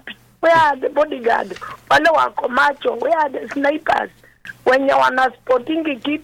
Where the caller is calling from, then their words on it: Kenya; Sisi ni wa Kenya tu.